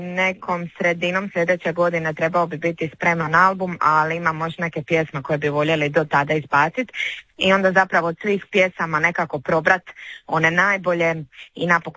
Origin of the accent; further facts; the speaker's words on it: Split, Split-Dalmatia County, Croatia; Pa, ja sam iz Splita